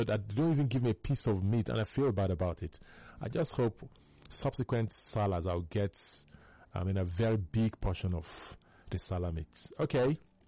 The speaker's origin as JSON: {"language": "English", "town": "Okokomaiko", "region": "Lagos", "country": "Nigeria", "tie": "born or raised there", "said": "I get to miss where I grew up in Okokomaiko."}